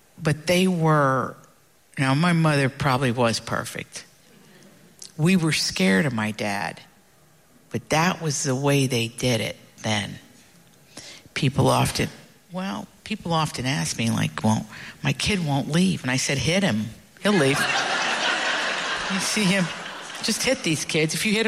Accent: Appalachia, United States; So I was already unsophisticated. I was from Appalachia.

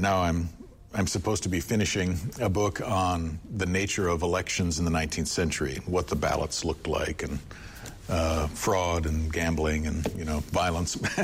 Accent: Fargo, North Dakota, United States; moved away as an adult; now in Upper Peninsula of Michigan, United States; I grew up in North Dakota.

